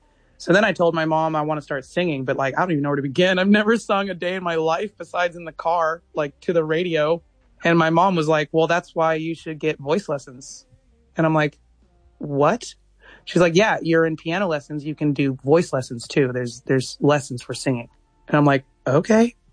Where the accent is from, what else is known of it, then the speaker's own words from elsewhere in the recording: Austin, Texas, United States; Even though I am from Austin, Texas, the land of UT.